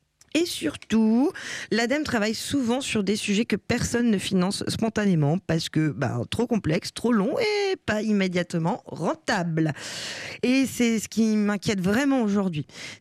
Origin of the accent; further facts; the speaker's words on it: Lille, Hauts-de-France, France; now in Nantes, France; Je viens du Nord